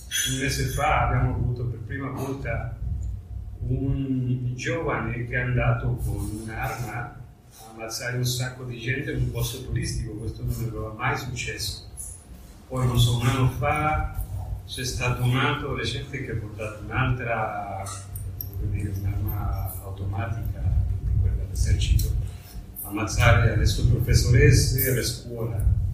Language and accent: Italian; Mexico; Italian is a second language; moved away; Io vengo dal Messico